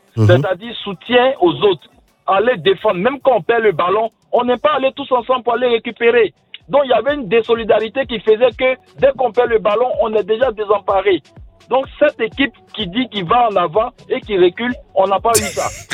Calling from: Côte d’Ivoire; je suis ivoirien.

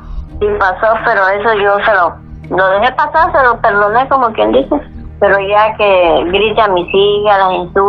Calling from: Chetumal, Quintana Roo, Mexico; Chetumal, Quintana Roo.

